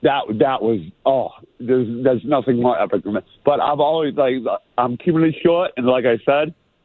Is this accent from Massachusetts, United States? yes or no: yes; Quincy, Massachusetts, United States; I am born and raised in Quincy.